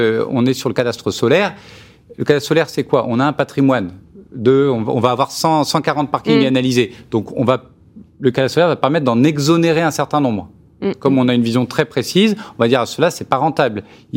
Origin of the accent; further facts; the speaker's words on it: Chambéry, Auvergne-Rhône-Alpes, France